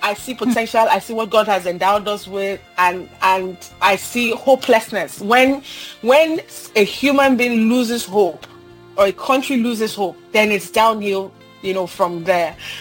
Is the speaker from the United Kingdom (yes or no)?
no; Nigeria; I am Nigerian.